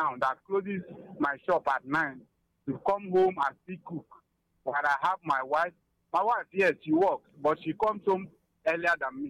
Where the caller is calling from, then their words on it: Enugu, Enugu State, Nigeria; I'm calling from Enugu.